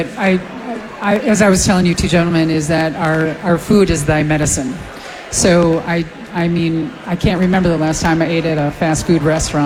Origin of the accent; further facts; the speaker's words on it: Minnesota, United States; And of course, I'm from Minnesota, so I was there for Ganya in the AWA days